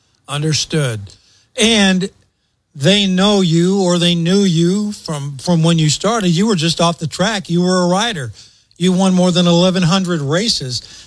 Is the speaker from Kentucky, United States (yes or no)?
yes; Louisville, Kentucky, United States; having been born and raised in Louisville